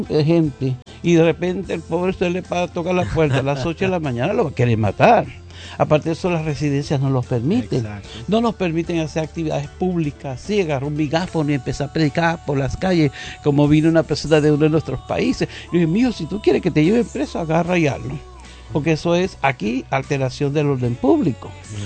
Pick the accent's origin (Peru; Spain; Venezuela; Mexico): Venezuela; now in United States; yo como venezolano anhelaría que un día tuviéramos el consulado de Venezuela acá.